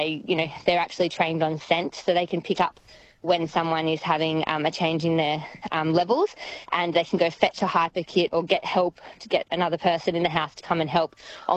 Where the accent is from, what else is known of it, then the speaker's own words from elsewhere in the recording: Sydney, New South Wales, Australia; And I'm from Sydney, I've come here to start the marathons